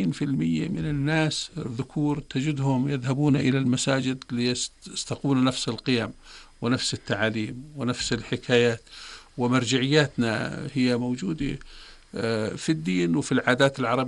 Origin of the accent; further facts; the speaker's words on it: Jordan; احنا في عندنا في الاردن